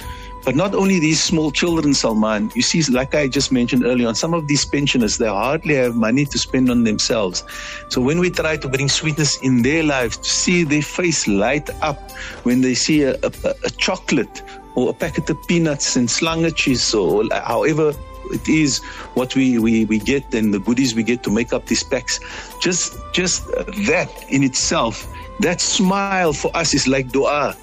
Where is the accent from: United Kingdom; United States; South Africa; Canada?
South Africa; Cape Town, Western Cape; For me as a child, growing up in Bukap